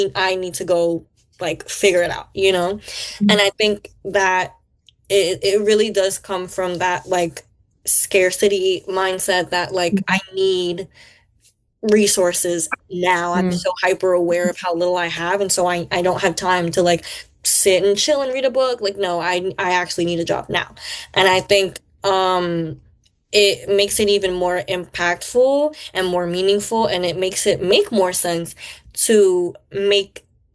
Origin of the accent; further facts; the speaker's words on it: Bronx, New York, United States; I definitely feel like growing up here, there's this desire as a kid